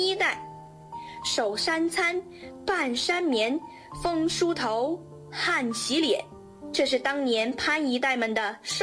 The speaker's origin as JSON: {"language": "Chinese", "town": "Panzhihua", "region": "Sichuan", "country": "China", "tie": "born or raised there", "said": "我的家乡攀枝花是全国唯一一座以花的名字来命名的城市。从高空俯瞰，这是一座几乎没有平地的城市，建筑依山而建"}